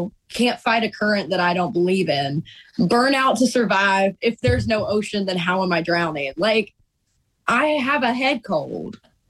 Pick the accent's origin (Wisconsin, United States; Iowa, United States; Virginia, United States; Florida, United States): Virginia, United States; Dublin; born or raised there; moved away as an adult; now in Nashville, United States